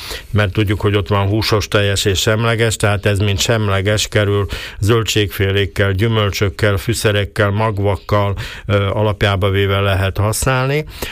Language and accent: Hungarian; Komárom, Komárom-Esztergom, Hungary; hát én Komáromba alapjába véve pontyon nőttem fel, mint olyan, édesanyám nagyon szerette pontyot, karácsonyra volt pont, szomszédaink jártak, mint horgászok